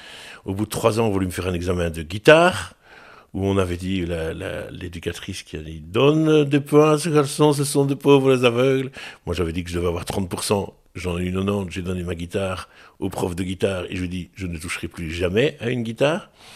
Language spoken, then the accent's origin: French; Jumet, Wallonia, Belgium; also born or lived in Gosselies / Marcinelle; Je suis né à Gosselies. Et donc, j'ai vécu à Jumet pendant une bonne vingtaine d'années. Puis, je suis arrivé à Marcinelles.